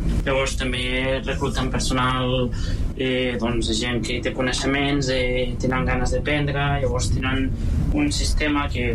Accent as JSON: {"language": "Catalan", "town": "Igualada", "region": "Catalonia", "country": "Spain", "moved": "as an adult", "lives_now": "China", "said": "Jo soc d'una ciutat petita de la Catalunya central, d'Igualada."}